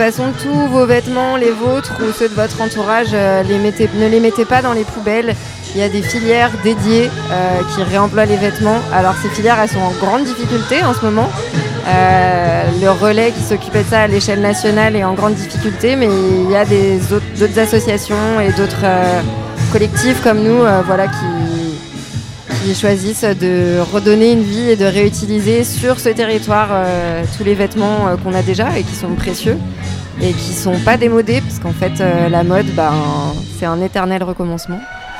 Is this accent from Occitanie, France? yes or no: no; Brittany, France; par chez nous dans le Finistère.